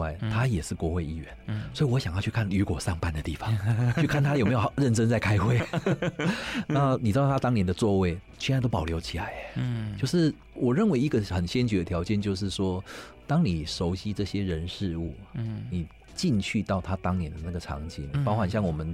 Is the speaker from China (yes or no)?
no; Kaohsiung, Taiwan; 也是我们高雄人